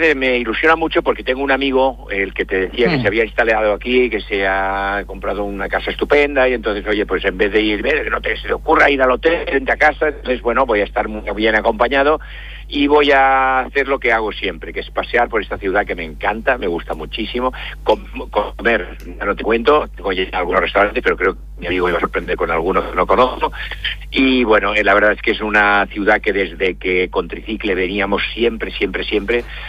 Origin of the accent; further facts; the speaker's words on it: Barcelona, Catalonia, Spain; also born or lived in Badalona; Yo nací en Badalona, pero vivo en Barcelona, sí, de toda la vida, sí.